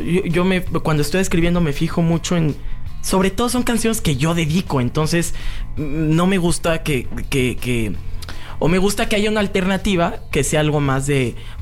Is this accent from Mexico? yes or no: yes; Mexico City, Mexico; Crecimos en el Pedregal, entonces pues se nos hizo chistoso.